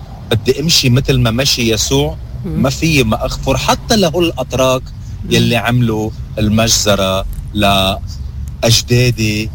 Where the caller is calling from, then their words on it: Lebanon; أنا شخص لبناني أرمني